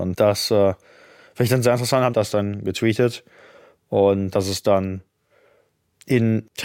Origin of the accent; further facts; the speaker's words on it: Essen, North Rhine-Westphalia, Germany; moved away as an adult; also born or lived in Munich; now in Silicon Valley, United States; ich bin ursprünglich aus Deutschland, aus Essen in Nordrhein-Westfalen und habe dann zuerst in München studiert.